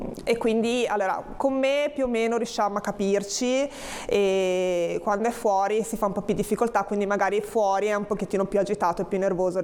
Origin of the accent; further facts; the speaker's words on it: Genoa, Liguria, Italy; noi siamo di San Pier d'Arena, dovremmo andare a Molassana